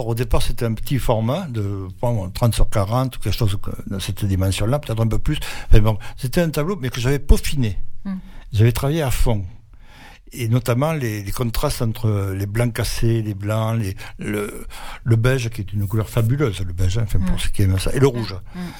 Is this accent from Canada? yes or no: no; south of France, France; moved away as an adult; now in Île-de-France, France; moi j'habite en Île-de-France, ça fait 40 ans, 42 ans maintenant, et je suis originaire du Midi.